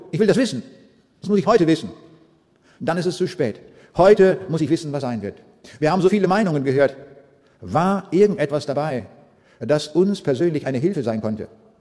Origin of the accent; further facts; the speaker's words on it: Braunschweig, Lower Saxony, Germany; Lengede liegt ganz in der Nähe von Braunschweig, wo ich herkomme.